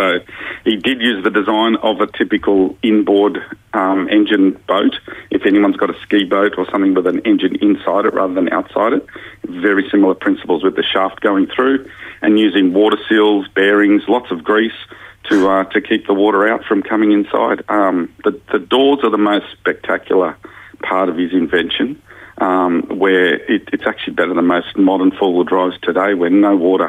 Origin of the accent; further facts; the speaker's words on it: Cooma, New South Wales, Australia; I'm from the Snowy Mountains in New South Wales and part of the Cooma Car Club, so the town of Cooma is where we come from.